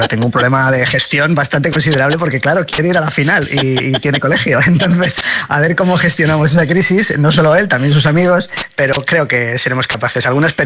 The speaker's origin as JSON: {"language": "Spanish", "town": "Madrid", "region": "Community of Madrid", "country": "Spain", "said": "yo soy de un barrio del sur de Madrid también. No soy de Vallecas, pero soy de un barrio del sur de Madrid."}